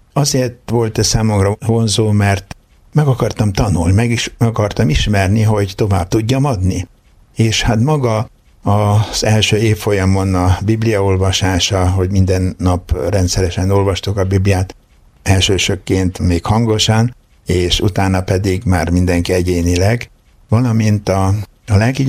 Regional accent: Rakaca, Borsod-Abaúj-Zemplén, Hungary; moved away; Annak idején szülőfalumban Rakacán

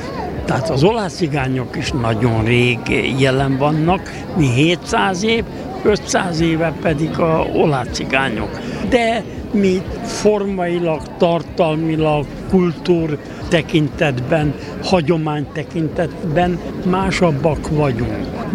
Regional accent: Hungary; Rom ungró, cigány ember, cigány vagyok. Rom ungró, ez a magyar cigány, ezek közé tartozom én.

